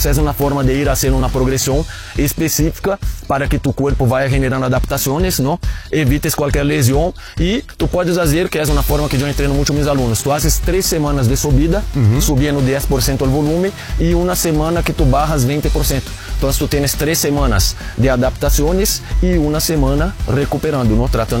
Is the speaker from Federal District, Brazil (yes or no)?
yes; Brasília, Federal District, Brazil; Spanish is a second language; moved away as an adult; now in Mexico City, Mexico; yo soy de Brasilia, ¿no? La capital de Brasil, estamos a 1,100 metros de altitud, que es menos de la mitad de México. Afortunadamente, allá también tiene un clima parecido con aquí, muy árido.